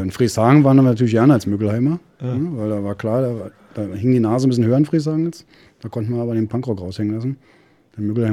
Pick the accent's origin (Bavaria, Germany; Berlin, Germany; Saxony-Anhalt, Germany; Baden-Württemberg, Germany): Berlin, Germany; accent: Hellersdorf slang; Ja, ich bin dann von Lichtenberg nach Hellersdorf umgezogen, Platte zu Platte.